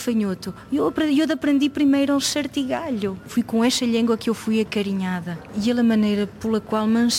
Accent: Norte, Portugal; first language Mirandese; Eu recebi a língua mirandesa por meus pais, meus avós, a minha família e a minha terra.

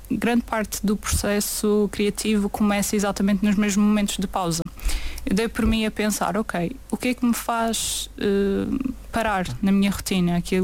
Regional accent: Madeira, Portugal; also born or lived in Lisbon / Barcelos; Sou madeirense. Sim, só o período da faculdade é que andei ali por Lisboa e Barcelos.

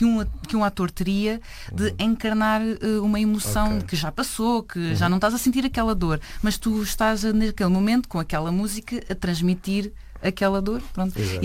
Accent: Vilar, Lisbon, Portugal; Sou da aldeia do Vilar, no concelho do Cadaval.

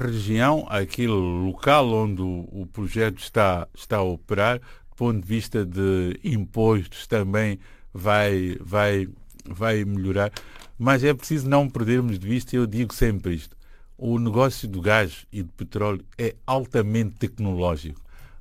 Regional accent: Mozambique

